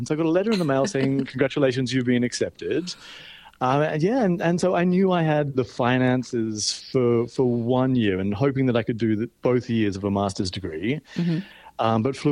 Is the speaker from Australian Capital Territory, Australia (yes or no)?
yes; Canberra, Australian Capital Territory, Australia; moved away as an adult; also born or lived in New York City; I was 22 years old. I grew up in Canberra. I had never left Australia, never had a passport.